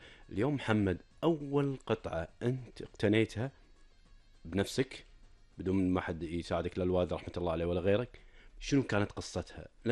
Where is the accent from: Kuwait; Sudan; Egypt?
Kuwait; عندنا ككويتيين